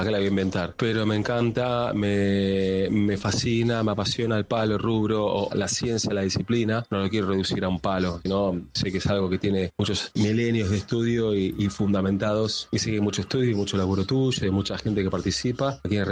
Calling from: Buenos Aires, Argentina; acá de Caballito, en realidad soy de Edo, pero de Caballito

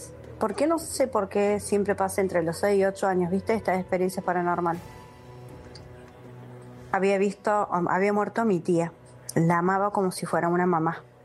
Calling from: Córdoba, Argentina; Te hablo de Córdoba.

